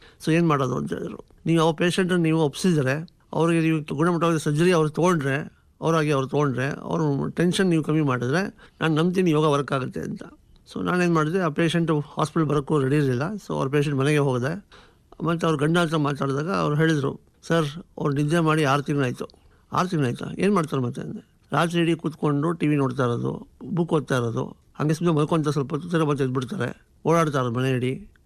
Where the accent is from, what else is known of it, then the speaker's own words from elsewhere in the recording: Bengaluru, Karnataka, India; ಮೂಲತಃ ನಾನು ಬೆಂಗಳೂರವನು.